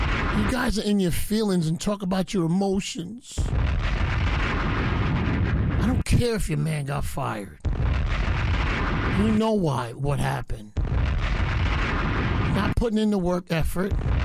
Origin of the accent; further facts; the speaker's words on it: New York City, New York, United States; born there; I'm a Jamaican born in the Bronx.